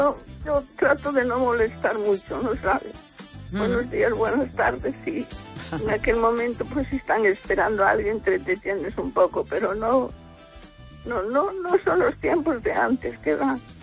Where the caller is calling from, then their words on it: Ourense, Galicia, Spain; de Orense